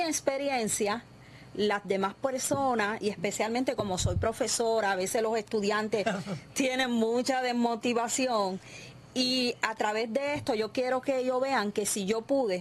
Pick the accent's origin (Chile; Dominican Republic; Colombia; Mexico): Dominican Republic; born there; moved away; Por ejemplo, yo nací en la República Dominicana, okay, soy dominicana, llevo aquí más de 3 décadas